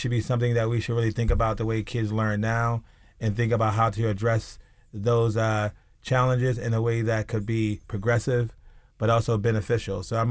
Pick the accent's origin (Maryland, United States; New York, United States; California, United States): Maryland, United States; Baltimore; growing up in Park Heights